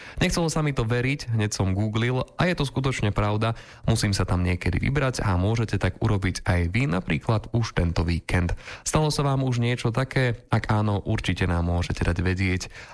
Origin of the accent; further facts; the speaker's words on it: Prešov Region, Slovakia; Ja pochádzam z okolia Medzilaboriec